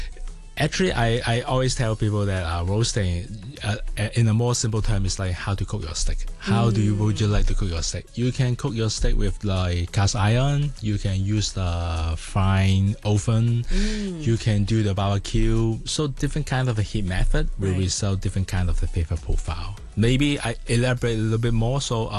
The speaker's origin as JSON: {"language": "English", "country": "Hong Kong", "tie": "born or raised there", "said": "once it's in Hong Kong, mm-hmm. my hometown."}